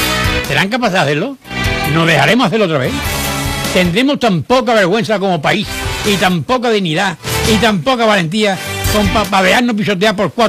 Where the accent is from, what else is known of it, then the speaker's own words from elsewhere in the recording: Spain; si merece la pena seguir siendo español